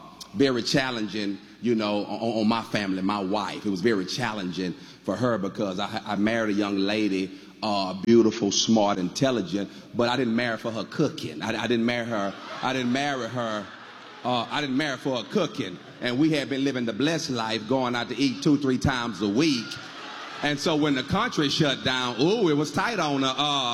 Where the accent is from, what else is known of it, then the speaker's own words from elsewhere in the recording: Houston, Texas, United States; I'm from Houston, Texas. I'm from H-Town.